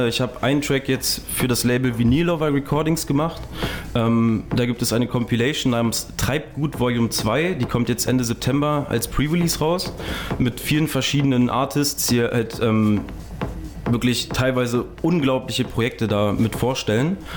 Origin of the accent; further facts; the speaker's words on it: Göttingen, Lower Saxony, Germany; Ich bin Student, studiere in Göttingen in meiner Heimatstadt, Volkswirtschaft und Deutsch.